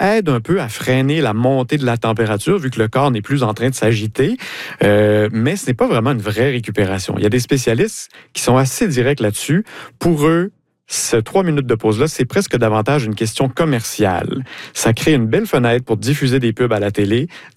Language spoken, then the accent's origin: French; Quebec, Canada